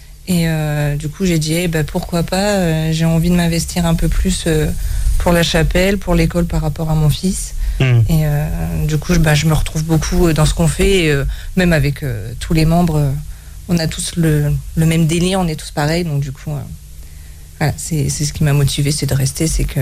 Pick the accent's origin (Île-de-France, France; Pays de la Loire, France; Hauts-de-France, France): Hauts-de-France, France; moved away; Je suis arrivée dans la région en 2018 parce que je suis du Pas-de-Calais.